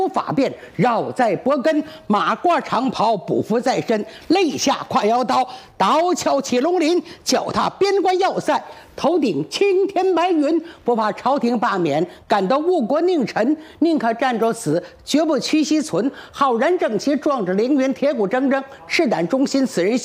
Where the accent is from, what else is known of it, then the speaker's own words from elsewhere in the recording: Hebei, China; 但是高冠鹏我挺喜欢，是我们河北人，